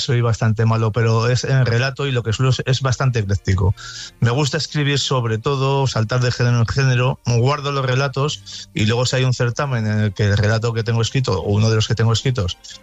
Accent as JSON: {"language": "Spanish", "town": "Haro", "region": "La Rioja", "country": "Spain", "said": "en el certamen San Felices del Bilibio, que además es de mi pueblo, en Aro"}